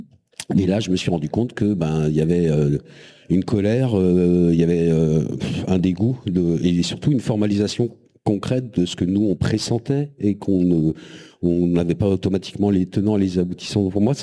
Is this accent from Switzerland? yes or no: no; Auvergne-Rhône-Alpes, France; J'ai grandi en Haute-Loire dans des communautés hippies.